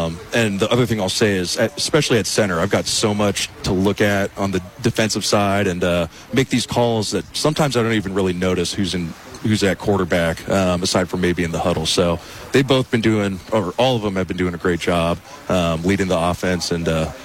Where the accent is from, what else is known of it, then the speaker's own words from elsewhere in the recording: Milwaukie, Oregon, United States; I usually say I'm from Portland